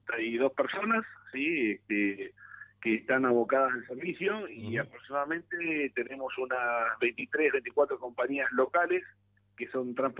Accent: Neuquén, Argentina; Como bien comentaban, yo soy de Neuquén, así que bueno, con esta necesidad de energética de Argentina

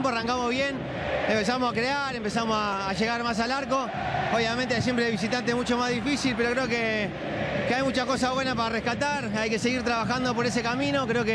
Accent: Argentina; pero obviamente como argentino me gustaría que siga.

